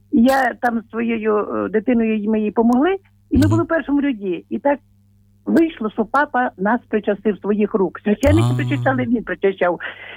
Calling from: Lviv, Lviv Oblast, Ukraine; Я зі Львова

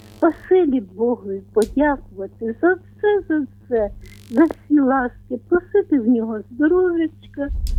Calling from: Vinnytsia Oblast, Ukraine; я з Вінниччини

